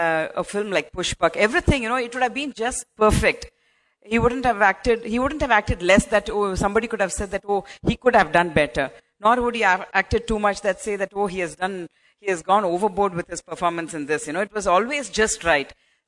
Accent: Mumbai, Maharashtra, India; So I came here all the way from Bombay. I'm from Mumbai, so I came here for a screen test.

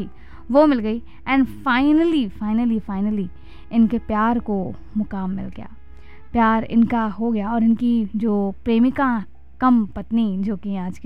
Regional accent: Uttar Pradesh / Bihar, India; हमारे यहाँ यूपी बिहार में तिलक होता है, तिलकोत्सव।

